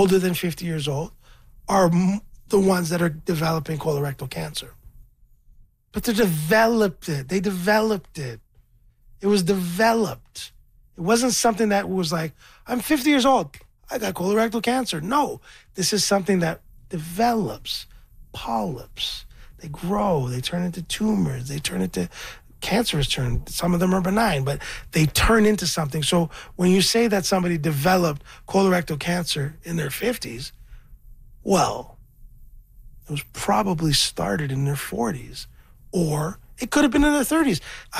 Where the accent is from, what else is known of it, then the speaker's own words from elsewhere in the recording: Scarborough, Ontario, Canada; I'm from Scarborough. I'm a rapper.